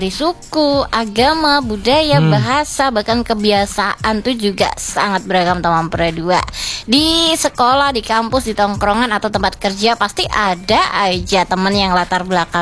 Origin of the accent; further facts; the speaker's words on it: Indonesia; kita kan tinggal di Indonesia, dari kecil di Indonesia, tumbuh di Indonesia.